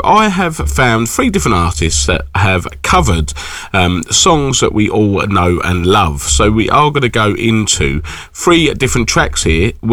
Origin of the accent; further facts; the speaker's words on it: United Kingdom; I'm typically British, right? It's never good enough.